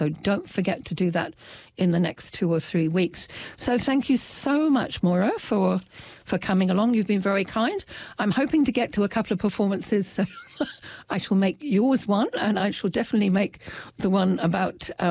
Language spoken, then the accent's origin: English; England, United Kingdom; also born or lived in New Zealand; now in Dunedin, New Zealand; I come from England, so I'm still on a quest for belonging because I've got one foot in England and one foot in New Zealand because I've stayed in both places a lot.